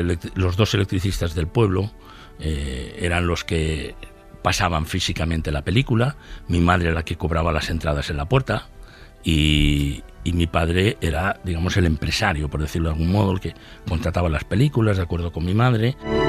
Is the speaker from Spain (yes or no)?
yes; Aragon, Spain; aunque éramos provincia de Huesca, mi pueblo está a 50 kilómetros de Barcelona y a 110 de Huesca